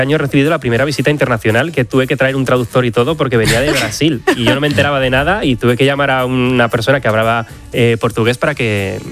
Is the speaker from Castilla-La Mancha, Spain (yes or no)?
yes; Tarancón, Castilla-La Mancha, Spain; somos de Tarancón